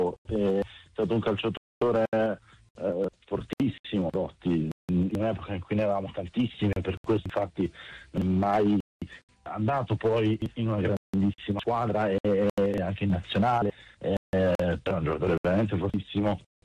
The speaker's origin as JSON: {"language": "Italian", "town": "Bari", "region": "Apulia", "country": "Italy", "said": "io sono di Bari"}